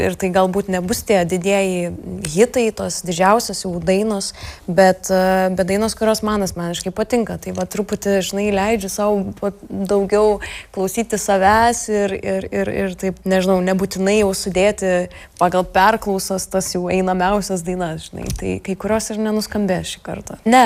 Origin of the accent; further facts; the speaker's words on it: Birštonas, Kaunas County, Lithuania; moved away; norėčiau savo gimtajame mieste turėti vietą grįžti, kas nebūtų pas tėvus. Tai vat galvoju, kad gal tokia svajonė būtų kažkada turėti kažkokią vietą Birštone